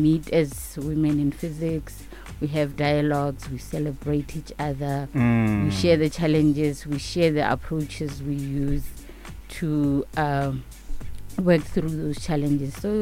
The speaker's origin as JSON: {"language": "English", "region": "Limpopo", "country": "South Africa", "tie": "born or raised there", "said": "Oh, it's I grew up at Mashashani."}